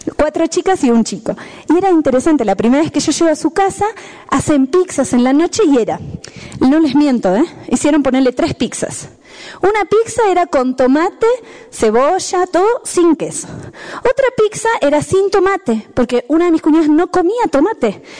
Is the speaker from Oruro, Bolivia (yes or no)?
no; La Paz, Bolivia; born there; Por más que nací en La Paz, llego de vuelta de un viaje y mi cuerpo se tiene que volver a adaptar